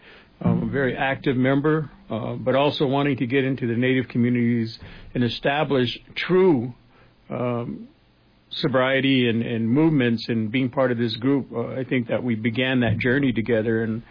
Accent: Arizona, United States; I'm an Akrawatam from Hill River, District 6, Komod.

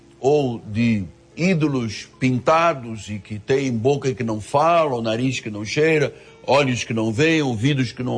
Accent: Angola; born there; eu nasci em África, em Angola

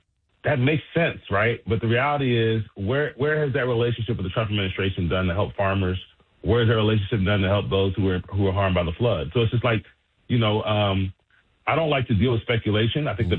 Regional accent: Baltimore, Maryland, United States; And I've never been more proud to be a Baltimorean. When you say those numbers, TJ, I grew up in Baltimore in the summers, and you know how bad it was at certain points in the 90s.

